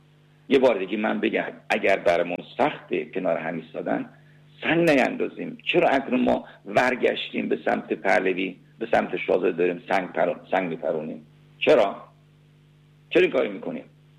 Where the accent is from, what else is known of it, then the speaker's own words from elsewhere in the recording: Iran; ما بچه ایران هستیم،